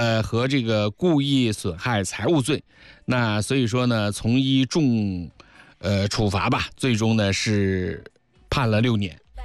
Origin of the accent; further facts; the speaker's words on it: Zhejiang, China; 对于我们浙江人